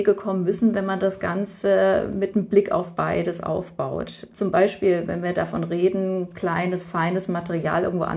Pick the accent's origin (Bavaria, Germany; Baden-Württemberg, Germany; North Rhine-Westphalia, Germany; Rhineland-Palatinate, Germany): Baden-Württemberg, Germany; Freiburg; jetzt ich komme aus Freiburg, auch in der Oberrheinebene